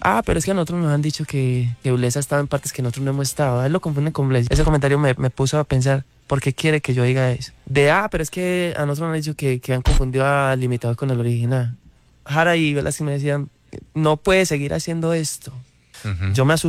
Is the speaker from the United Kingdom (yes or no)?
yes; England, United Kingdom; Spanish is a second language; Yo soy inglés. Si yo estuviera allá, yo le estaría destrozando la cara.